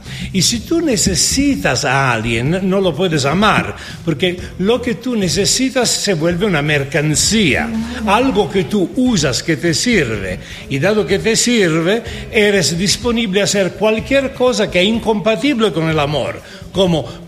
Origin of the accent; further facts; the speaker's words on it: Italy; Spanish is a second language; moved away; Soy un pinche italiano, efectivamente.